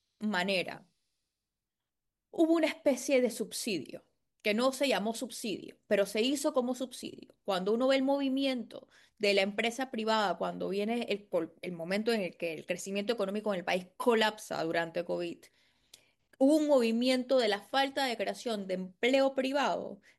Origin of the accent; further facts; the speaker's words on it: Panama; los panameños estamos prácticamente pagando como un impuesto extra